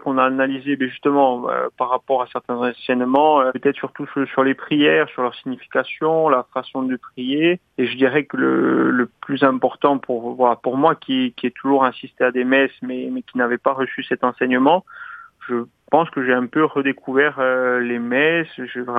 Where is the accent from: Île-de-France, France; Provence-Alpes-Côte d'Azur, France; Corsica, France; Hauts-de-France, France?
Corsica, France; Olmeto; J'ai grandi à Olmet, je suis à Bonifacio depuis quelques années, mais je suis originaire d'Olmet, dans le Valling.